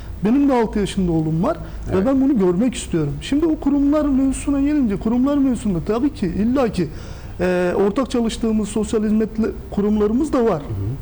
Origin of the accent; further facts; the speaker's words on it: Kahramanmaraş, Turkey; now in Mersin, Turkey; ben Mersinli değilim, Kahramanmaraşlıyım ama sokaklarda büyüdüm.